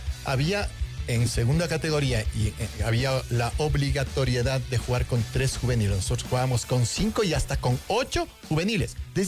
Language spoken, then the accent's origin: Spanish; Quito, Pichincha, Ecuador; esto lo digo como muy quiteño y ecuatoriano que me siento.